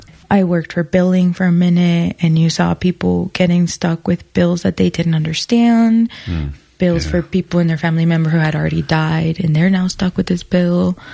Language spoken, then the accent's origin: English; Aurora, Colorado, United States; also born or lived in Jamaica; I grew up on Colfax and Moline. So I grew up in Aurora, right? On Colfax. And we lived on Colfax in Jamaica when we first arrived.